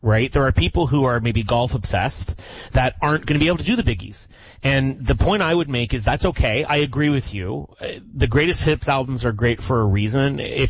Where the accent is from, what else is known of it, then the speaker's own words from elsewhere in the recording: Canada; we're Canadian.